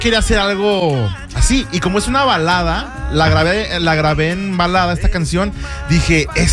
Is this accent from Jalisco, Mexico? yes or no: yes; Guadalajara, Jalisco, Mexico; soy tapatío.